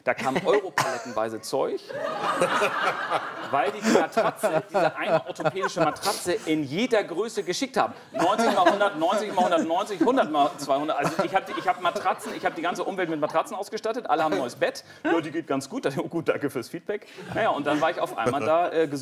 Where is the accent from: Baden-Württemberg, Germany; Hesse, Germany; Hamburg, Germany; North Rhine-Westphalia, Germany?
Hamburg, Germany; Ich bin in Hamburg aufgewachsen und habe mich viel rumgetrieben in der Schulzeit.